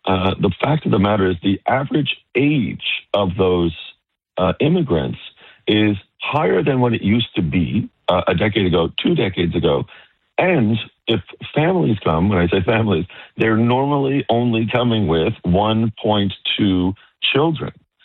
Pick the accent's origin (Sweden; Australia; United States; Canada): Canada; Hamilton, Ontario; And I grew up in Hamilton, Ontario, and I recall those commercials vividly.